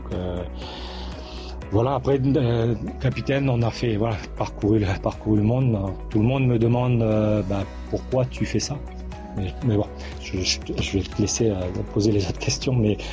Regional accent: Vanuatu; born there; Je suis né au Vanuatu. Mon parcours, j'aime bien dire que je suis un produit de la colonisation parce que j'ai une maman vietnamienne. Mes grands-parents sont arrivés comme travailleurs vietnamiens

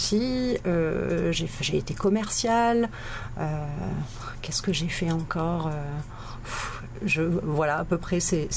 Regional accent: Nouméa, South Province, New Caledonia; now in Vanuatu; j'ai passé toute ma jeunesse en Calédonie

